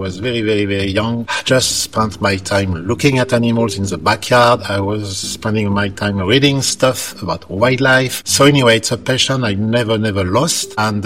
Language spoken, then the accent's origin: English; Paris, Île-de-France, France; English is a second language; moved away as an adult; now in Malaysia; I am originally from Paris in France.